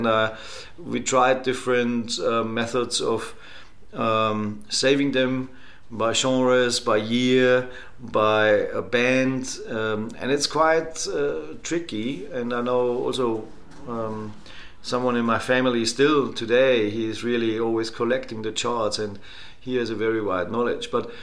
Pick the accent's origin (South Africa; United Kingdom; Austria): Austria; I think it was, I'm from Austria, obviously